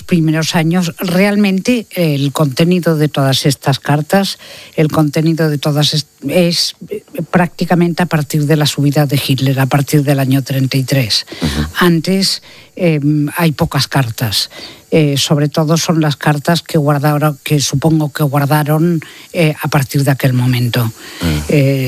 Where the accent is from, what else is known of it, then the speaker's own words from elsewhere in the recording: Barcelona, Catalonia, Spain; yo nací en Barcelona, mis padres eran alemanes, se habían conocido aquí y me educaron en la fe católica, en el colegio de las monjas alemanas de la calle Copérnico en Barcelona.